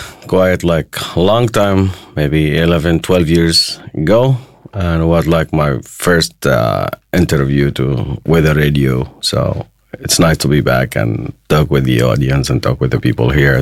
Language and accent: English; Palestine; I come from Palestine